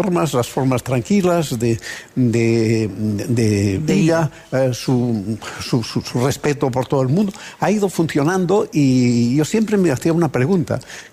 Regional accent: Catalonia, Spain; yo soy ciudadano de España, pero catalán

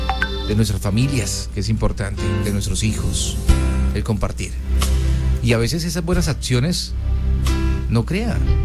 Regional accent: Llanos Orientales, Colombia; Oiga, espectacular mi cielo en los Llanos Orientales. Cada día me enamoro más de mi tierra, de mi gente.

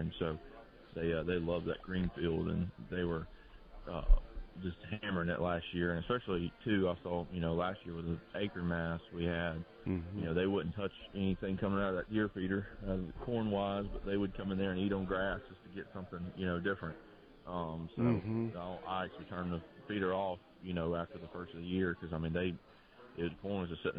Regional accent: Baldwin County, Alabama, United States; growing up in Baldwin County.

